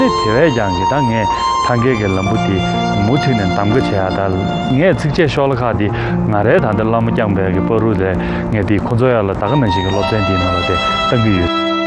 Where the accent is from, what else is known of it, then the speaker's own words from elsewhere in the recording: Beijing, China; 我们团队人，我来自北京